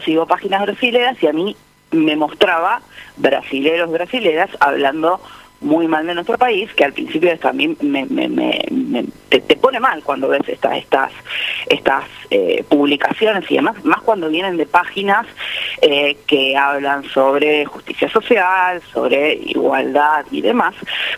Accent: Argentina; me odian ahora que soy argentina, ¿no?

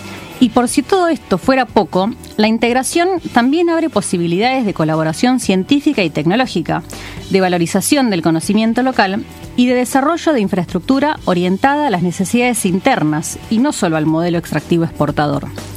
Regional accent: Argentina; siendo argentinas y argentinos, estos hechos nos afectan directamente, porque como pueblos latinoamericanos, nuestro pasado, nuestro presente y nuestro futuro están profundamente ligados.

